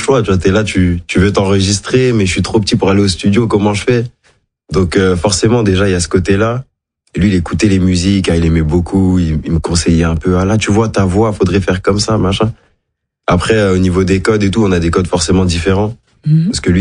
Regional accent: Madagascar; ils savent pas tous que je suis malgache.

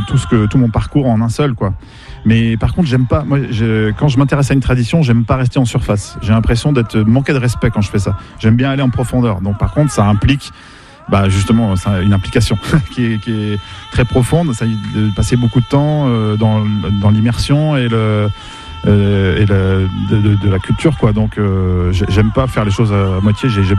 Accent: Brittany, France; en tant que Breton

